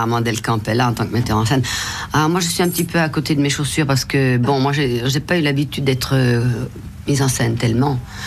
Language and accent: French; Brussels, Belgium; je ne suis ni flamande ni wallonne. Je suis brabançonne, c'est-à-dire bruxelloise.